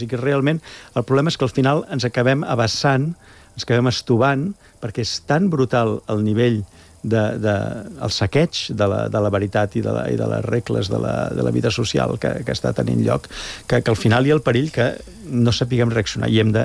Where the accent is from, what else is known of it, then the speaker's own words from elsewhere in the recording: Catalonia, Spain; ho hem de reivindicar com a catalans, perquè els catalans portem en el nostre ADN